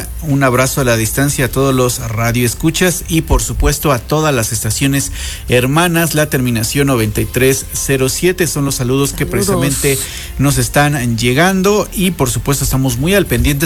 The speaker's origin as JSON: {"language": "Spanish", "town": "Zacapoaxtla", "region": "Puebla", "country": "Mexico", "tie": "born or raised there", "said": "Mi pueblo mágico favorito yo creo que es Zacatlán y mi pueblo no mágico sin duda es Zacapuaxtla."}